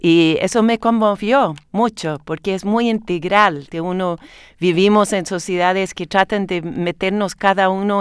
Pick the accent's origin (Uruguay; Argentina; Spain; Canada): Canada; Spanish is a second language; moved away as an adult; now in Santiago, Chile; yo vine como representante del movimiento estudiantil canadiense.